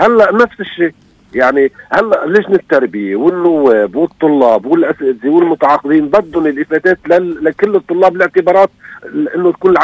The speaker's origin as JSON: {"language": "Arabic", "country": "Lebanon", "said": "أنا كإنسان لبناني بيهمني يكون في سيادة حقيقية،"}